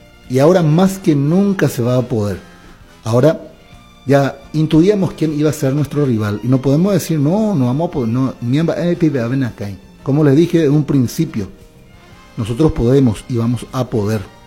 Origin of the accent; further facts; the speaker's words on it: Paraguay; estoy hablando como un paraguayo que le adora a su selección.